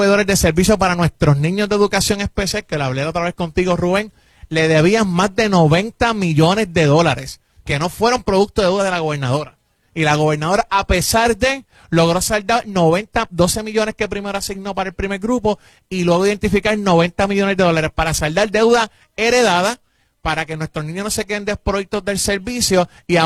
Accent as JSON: {"language": "Spanish", "country": "Puerto Rico", "tie": "born or raised there", "said": "Puerto Rico y nadie le cuestiona su puertorriqueñidad. Yo que soy nacido y criado aquí, solo porque soy hijo dominicano"}